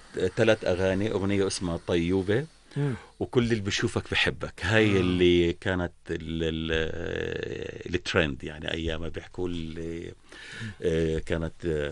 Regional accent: Jordan; أنا كنت أول فنان أردني بيغني على مسرح مهرجان جرش.

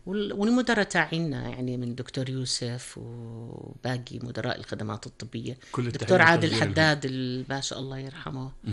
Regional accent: Salt, Balqa Governorate, Jordan; born there; now in Amman, Jordan; الصلط يا ديرتي. عمان والله عشت فيها أجمل أيام حياتي، واشتغلت فيها وما زلت عايشة بعمان

